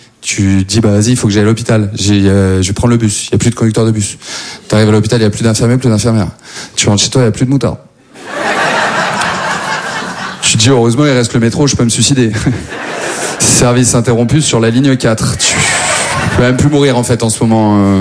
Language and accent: French; Maubeuge, Hauts-de-France, France; now in Paris, France; moi à la base, en plus je viens pas du tout de Paris, moi je viens de Maubeuge